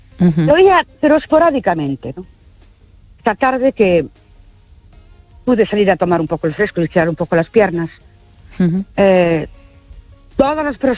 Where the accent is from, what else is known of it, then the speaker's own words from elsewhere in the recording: Ourense, Galicia, Spain; Buenas noches … de Ourense.